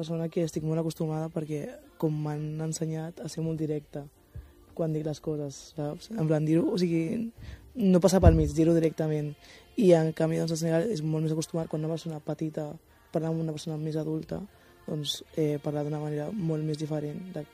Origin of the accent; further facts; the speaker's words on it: Catalonia, Spain; al final he crescut aquí des que soc petita